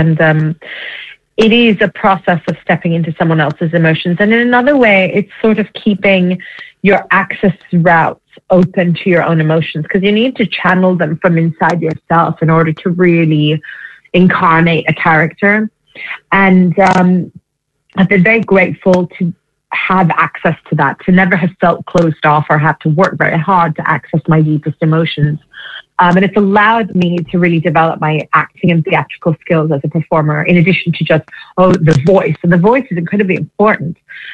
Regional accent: Melbourne, Victoria, Australia; moved away; I'm from Melbourne.

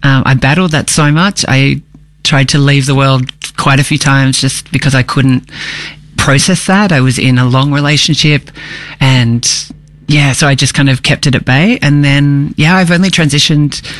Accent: Melbourne, Victoria, Australia; I grew up in Melbourne, and I am 48. So I have had quite some time finding my way to who I am. But always been in Melbourne.

